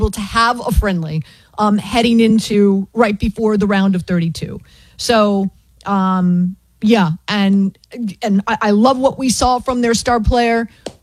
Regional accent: Miami, Florida, United States; Well, I'm born and raised in Miami.

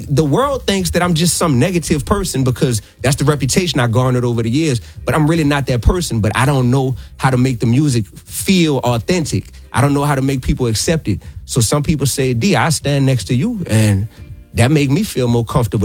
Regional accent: New Orleans, Louisiana, United States; I'm still from New Orleans. I still came up in a space to where it's like, boy, you'll get your dome knocked off

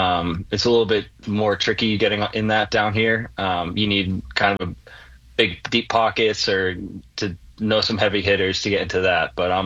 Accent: Boston, Massachusetts, United States; moved away as an adult; also born or lived in Virginia Tech; now in Jupiter, Florida, United States; I'm from West Roxbury originally.

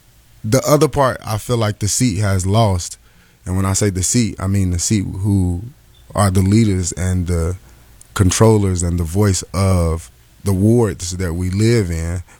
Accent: Chicago, Illinois, United States; Will from Mississippi, I'm from Chicago, so you know the difference between that.

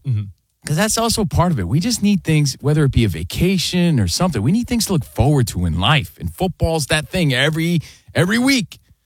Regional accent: Union, New Jersey, United States; we're from the East Coast, from Union, New Jersey, home of the world's tallest water sphere, and me.

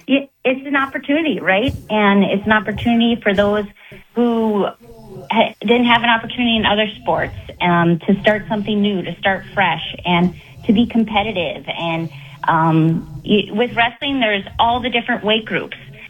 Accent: Linton, North Dakota, United States; Well, I grew up in Linton.

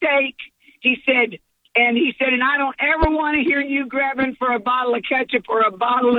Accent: Texas, United States; I was raised in West Texas, and you put barbecue sauce and ketchup on everything out in Texas.

